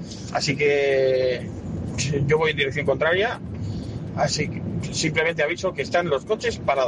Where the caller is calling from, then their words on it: Bilbao, Basque Country, Spain; de Deusto